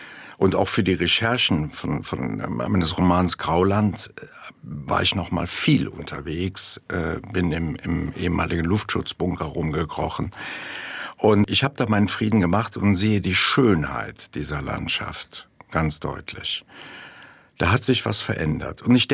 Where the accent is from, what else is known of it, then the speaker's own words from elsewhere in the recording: Mayen, Rhineland-Palatinate, Germany; Ja, in meiner Heimatstadt Mayen und in den Dörfern ringsherum sind irre viele Häuser aus Basalt gebaut, diesem anthrazitfarbenen Stein.